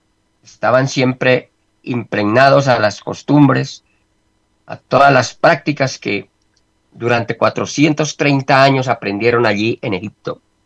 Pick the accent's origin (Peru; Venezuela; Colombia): Colombia; Lo que está aconteciendo aquí en nuestra amada Colombia